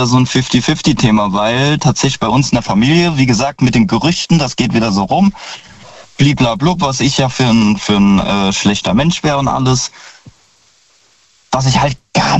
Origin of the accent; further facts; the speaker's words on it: Hinzweiler, Rhineland-Palatinate, Germany; Und mein anderes Familienritual, was wir bis vor kurzem gepflegt haben, tatsächlich, war bei uns in Hinzweiler, da gibt's die Grillstation.